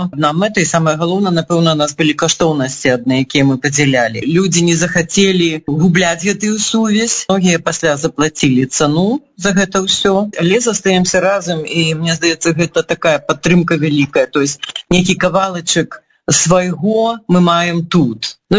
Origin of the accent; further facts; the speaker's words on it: Navahrudak, Grodno Region, Belarus; і нас пустілі да Міцкевіча, таму што мы з Новагрудка.